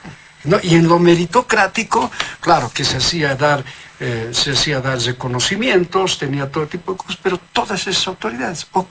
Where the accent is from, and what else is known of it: Bolivia